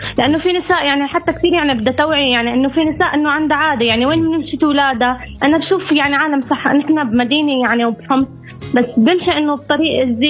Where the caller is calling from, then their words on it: Homs, Homs Governorate, Syria